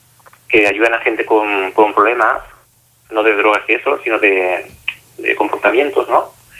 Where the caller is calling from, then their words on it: Barcelona, Catalonia, Spain; soy de Barcelona